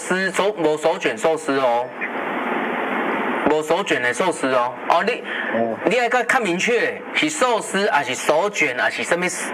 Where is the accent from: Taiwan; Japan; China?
Japan; Chinese is a second language; 那边越南，我是日本人。所以今天要搞大家日本料理。